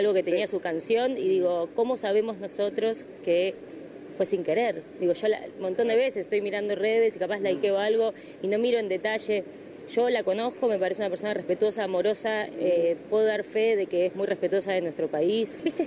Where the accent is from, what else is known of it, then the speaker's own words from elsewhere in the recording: Argentina; ¿Cómo somos los argentinos?